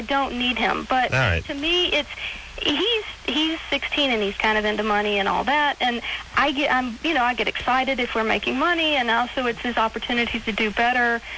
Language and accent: English; the South, United States; I was raised in the South